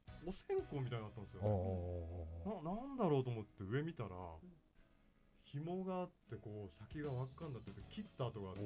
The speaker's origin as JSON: {"language": "Japanese", "region": "Tokyo", "country": "Japan", "tie": "born or raised there", "said": "江戸っ子ですね。"}